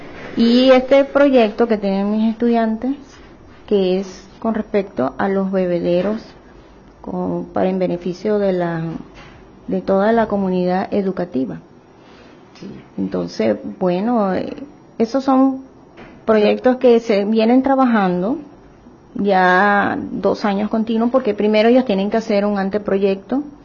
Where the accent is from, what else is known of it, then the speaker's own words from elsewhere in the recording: Venezuela; Les llegó la inquietud de que a veces nosotros como venezolanos no conocemos nuestra cultura.